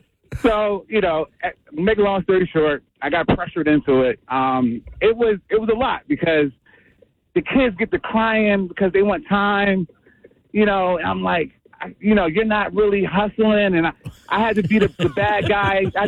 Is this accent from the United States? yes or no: yes; United States; born there; My family's from Jamaica, but I was born here and in the States.